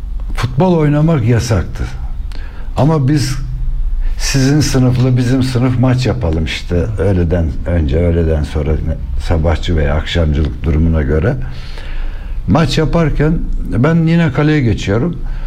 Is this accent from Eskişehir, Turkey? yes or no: yes; Eskişehir, Turkey; 1950 Eskişehir doğumluyum. Eskişehir'e 20 kilometre merkeze bağlı bir köyde doğmuşum. 6 kardeşin en küçüğüyüm ve köyde elektrik yoktu.